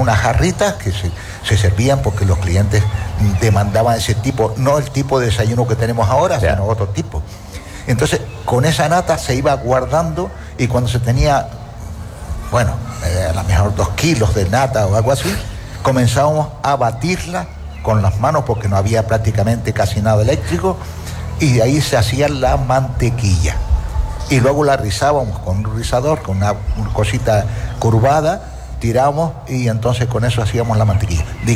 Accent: Canary Islands, Spain; born there

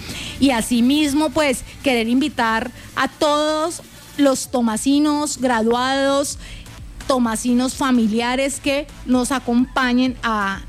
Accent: Llanos, Colombia; todos nosotros somos llaneros

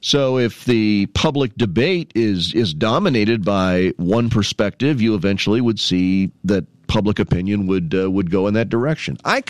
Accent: Canton, Illinois, United States; I remember when I was young, teenage years, growing up in Canton

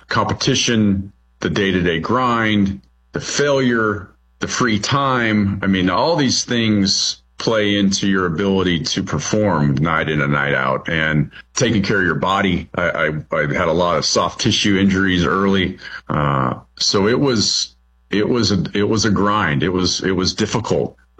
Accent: Bakersfield, California, United States; He saw that I was from Bakersfield

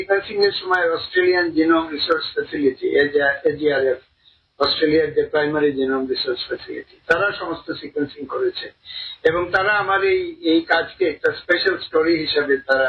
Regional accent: Bangladesh; আমি যেহেতু বাংলাদেশের মানুষ

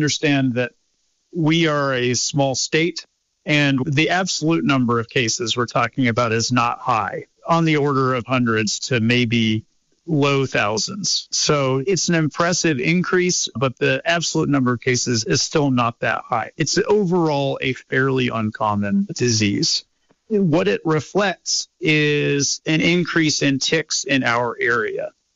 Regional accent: Lake Placid, New York, United States; moved away as an adult; now in Vermont, United States; I grew up in this area. I'm from Lake Placid, New York, and moved over to Vermont as an adult.

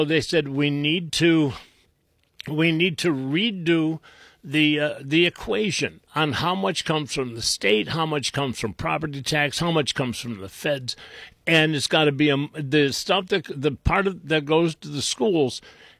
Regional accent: Willowick, Ohio, United States; I grew up in Willowick. You know, Willowick was, we had little tiny houses.

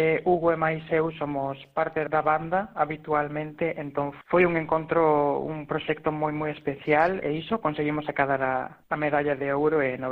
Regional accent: Baiona, Galicia, Spain; moved away as an adult; now in Helsinki, Finland; E eu en Helsinki, en Finlandia, ainda que son de Bayona.

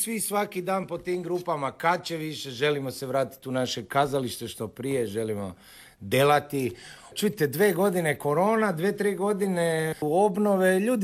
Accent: Zagreb, City of Zagreb, Croatia; Zapravo sam rođen u Raketama, znači tu na Savskoj, smo živjeli u garsonjeri, mama, tata, sestra i ja, ali do negdje moje 3., 4. godine

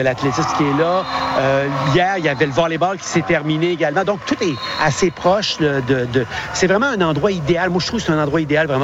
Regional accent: Quebec, Canada; Moi, je suis originaire du Québec.

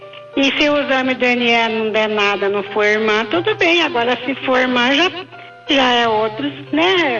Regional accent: Penápolis, São Paulo, Brazil; born there; now in Jundiaí, Brazil; Penápolis.

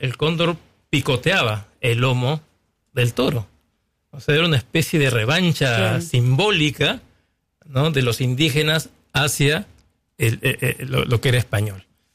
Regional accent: Peru

